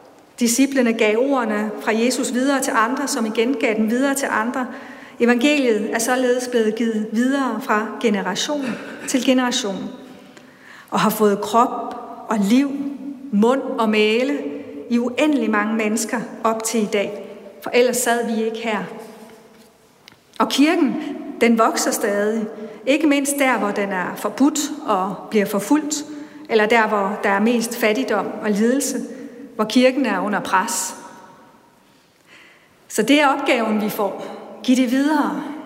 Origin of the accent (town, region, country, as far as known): Bangladesh; born or raised there; now in Denmark